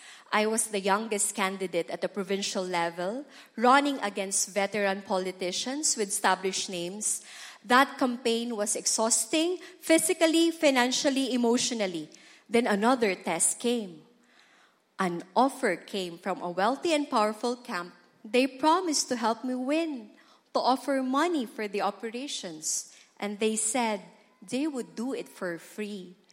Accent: Tabaco, Bicol Region, Philippines; born or raised there; moved away as an adult; also born or lived in Manila

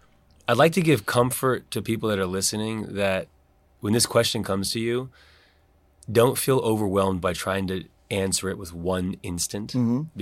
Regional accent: South Korea; English is a second language; I always would start off with … from South Korea.

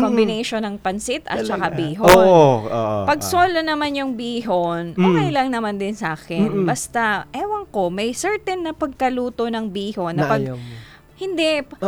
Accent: Bicol Region, Philippines; Certified Bicolana po ako.

